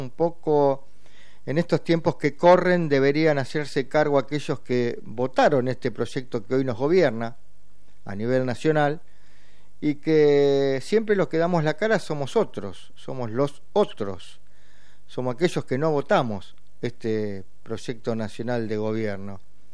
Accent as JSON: {"language": "Spanish", "country": "Argentina", "said": "sabemos cómo somos los argentinos"}